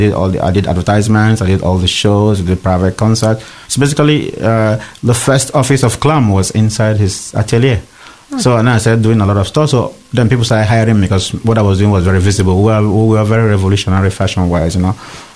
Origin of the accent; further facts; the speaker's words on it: southern Nigeria, Nigeria; moved away as an adult; also born or lived in Bauchi, Nigeria; now in Paris, France; what is happening now happened in 1966, 67 when I was born. So it's just repeating itself in a different way. So when we came back to the south where my parents are from, and then I I started schooling there.